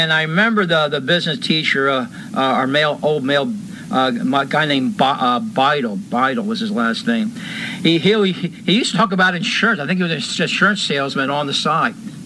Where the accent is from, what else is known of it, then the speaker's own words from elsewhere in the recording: Bethlehem, Pennsylvania, United States; I'm here from Bethlehem, Pennsylvania, preaching the words of life to you.